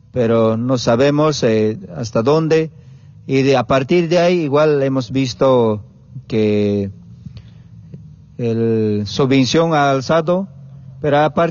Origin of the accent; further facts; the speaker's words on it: Bolivia; nosotros como pueblo boliviano